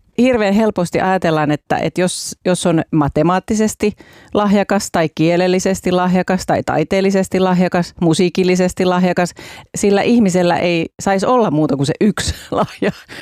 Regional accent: Turku, Southwest Finland, Finland; turkulaisena, syntyperäisenä turkulaisena

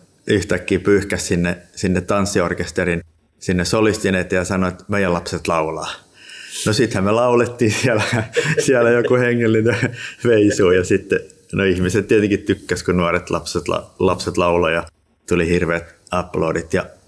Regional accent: Harjavalta, Satakunta, Finland; moved away as an adult; also born or lived in Tampere; now in Lahti, Finland; työn perässä on Lahteen ajauduttu ja mä oon kotoisin Satakunnasta, eli siellä on semmoinen teollinen vilkas kaupunki kuin Harjavalta, joka on enemmän tunnettu ehkä nikkeli- ja kuparituotannosta, niin siellä lapsuus on vietetty.

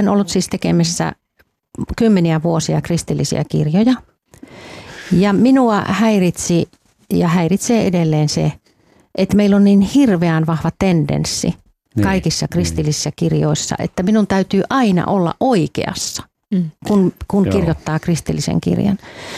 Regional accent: Helsinki, Uusimaa, Finland

